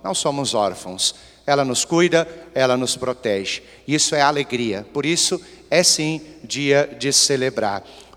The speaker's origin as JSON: {"language": "Portuguese", "country": "Brazil", "also_born_or_lived": "Mexico"}